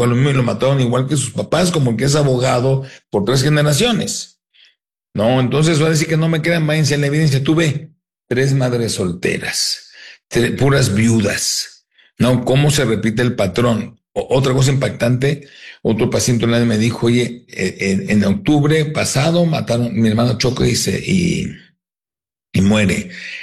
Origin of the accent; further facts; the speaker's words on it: Tijuana, Baja California, Mexico; also born or lived in San Diego; Tijuana, San Diego, siempre viví de chico, ¿no?